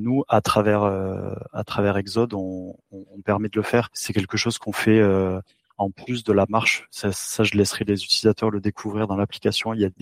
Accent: Montpellier, Occitanie, France; Eric et moi, on est même natifs de Montpellier.

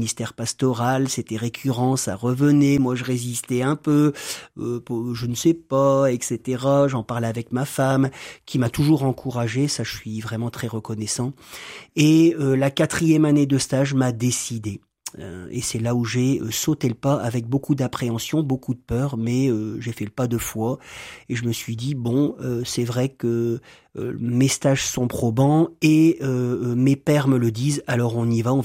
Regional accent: Roubaix, Hauts-de-France, France; born there; Je suis né à Roubaix.

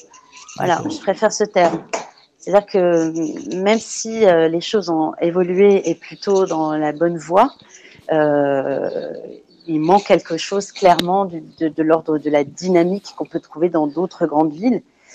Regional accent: France; now in Tangier, Morocco; j'ai grandi en France

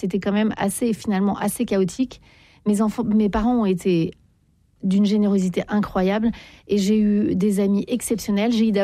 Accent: Paris, Île-de-France, France

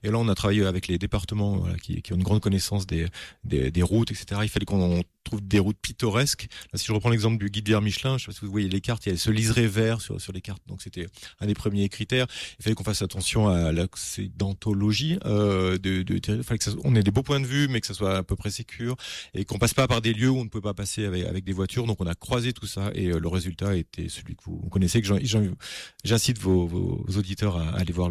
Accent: Auvergne-Rhône-Alpes, France; mais moi je suis originaire de l'Allier, donc je connais bien ce site

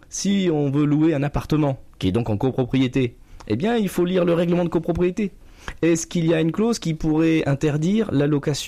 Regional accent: Pays de la Loire, France; Vous avez cité que je viens de l'île de Noirmoutier.

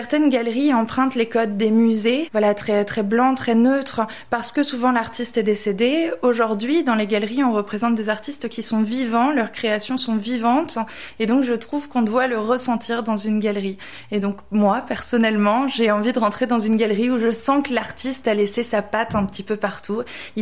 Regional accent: Pont-Aven, Brittany, France; born there; Moi, je suis née ici, je suis née en Bretagne.

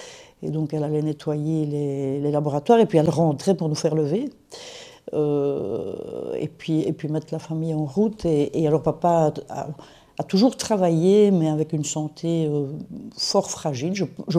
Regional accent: Wallonia, Belgium; Et puis de la rue de la Coopérative, on a déménagé à la rue des Marronniers. Voilà, et puis j'ai grandi dans ce village-là qui est en effet en Famenne.

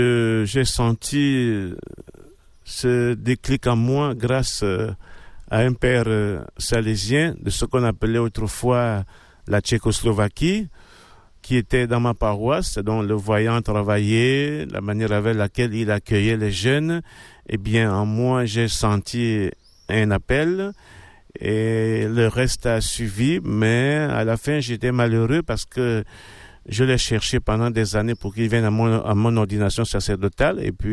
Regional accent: Gabon; moved away as an adult; now in Tarn, France; je suis originaire du Gabon. Un tout petit pays de 267 667 kilomètres. Il n'est pas très grand, vous avez compris.

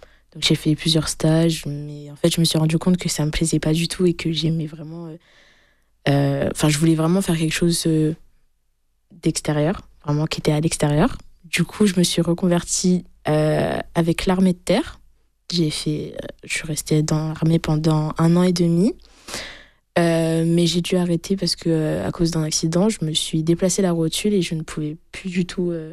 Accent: Honfleur, Normandy, France; moved away as an adult; now in southern France; Je viens de Honfleur, en Normandie, dans le Calvados.

